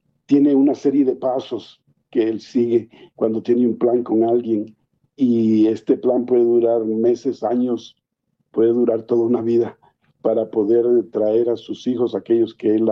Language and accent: Spanish; Siguatepeque, Comayagua, Honduras; born there; Yo soy de Siguatepeque, Honduras, en Comayagua, y ahí, ahí nací